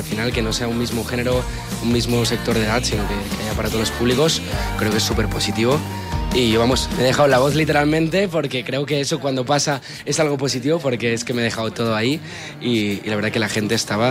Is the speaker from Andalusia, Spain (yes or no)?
no; Barcelona, Catalonia, Spain; yo soy de Barcelona.